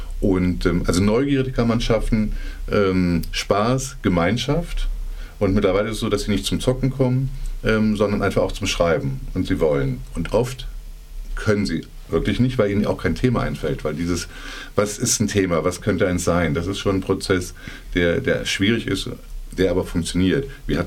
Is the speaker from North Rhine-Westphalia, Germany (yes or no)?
yes; Cologne, North Rhine-Westphalia, Germany; Köln, ich komme aus Köln